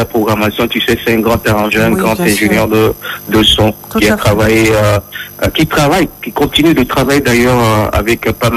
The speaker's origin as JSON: {"language": "French", "town": "Lomé", "region": "Maritime", "country": "Togo", "said": "Je voudrais aussi dire à … qu'elle a une très belle chanson qui tourne chez nous à Lomé."}